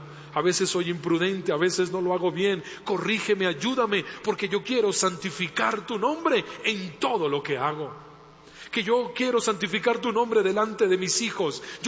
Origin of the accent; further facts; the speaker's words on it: Colombia; que en mi tierra, que en Colombia y en las naciones de la tierra, su nombre sea santificado.